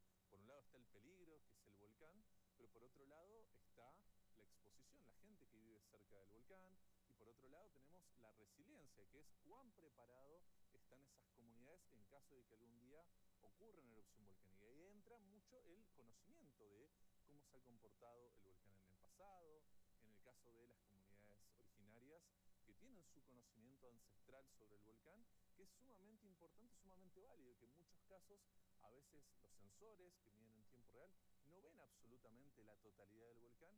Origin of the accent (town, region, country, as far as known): Argentina